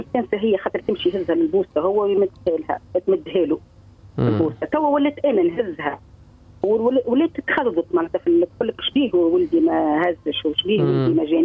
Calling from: Tunisia; أنا من تونس

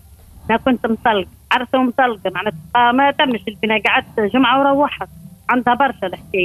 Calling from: Nabeul, Nabeul Governorate, Tunisia

